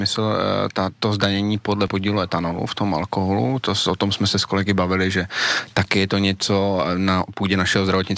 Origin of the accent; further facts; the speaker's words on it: Moravia, Czechia; já pocházím z Moravy